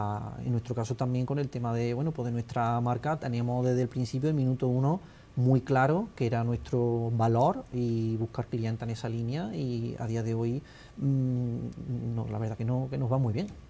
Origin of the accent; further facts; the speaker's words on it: Jaén, Andalusia, Spain; somos de Jaén, estamos acostumbrados al olivar, tenemos mucha familia, muchos amigos